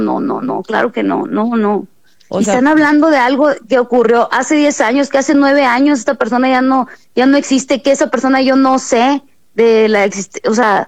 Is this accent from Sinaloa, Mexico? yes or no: yes; Sinaloa, Mexico; pues soy norteña, soy sinaloense, lo hago muy franco, muy directo, pero pues bueno, así como somos los sinaloenses.